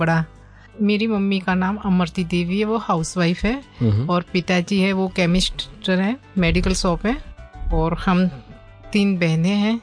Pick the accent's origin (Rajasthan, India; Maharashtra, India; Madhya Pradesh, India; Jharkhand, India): Rajasthan, India; Sirohi district; born there; मेरा जन्म राजस्थान में सिरोही डिस्ट्रिक्ट जावलगांव